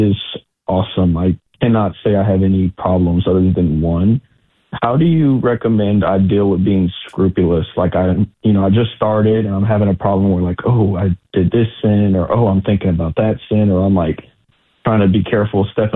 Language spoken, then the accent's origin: English; Houston, Texas, United States; I'm from the Houston area, so y'all are at my church.